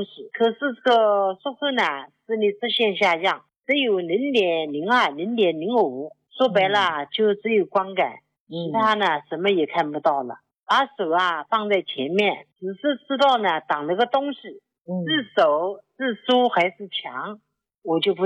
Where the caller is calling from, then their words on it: Jiangsu, China; 我是江苏的新朋友。